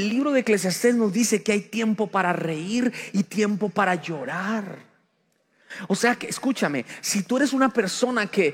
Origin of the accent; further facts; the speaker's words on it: Colombia; Eso lo puedo decir porque soy colombiano.